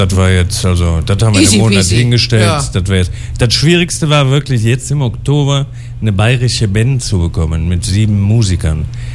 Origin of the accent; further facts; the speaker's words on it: Cologne, North Rhine-Westphalia, Germany; ich könnte dir was vom Kölner Dom erzählen, da komme ich nämlich her.